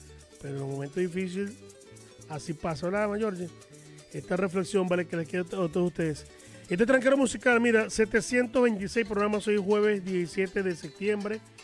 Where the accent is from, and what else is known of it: Venezuela